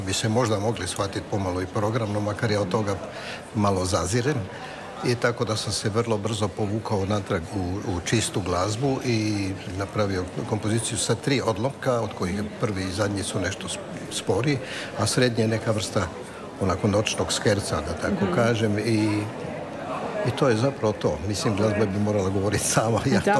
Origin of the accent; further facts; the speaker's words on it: Rijeka, Primorje-Gorski Kotar County, Croatia; ja sam Riječanin rodom.